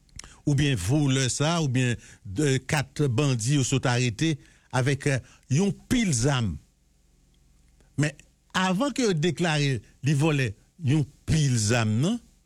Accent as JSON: {"language": "French", "country": "Haiti", "said": "En tant qu'haïtien, l'homme on a parlé de l'armée, l'armée a gagné pile pour le raconter."}